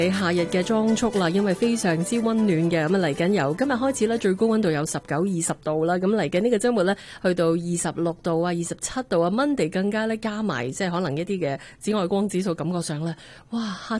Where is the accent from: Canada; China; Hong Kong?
Canada; 我们加拿大人是不热得的，我们过了太久的冬天了